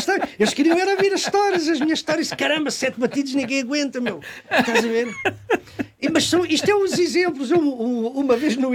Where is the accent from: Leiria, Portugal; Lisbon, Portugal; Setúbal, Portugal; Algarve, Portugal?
Leiria, Portugal; Alcobaça; also born or lived in Caldas da Rainha; Mas a minha terra é Alcobaça.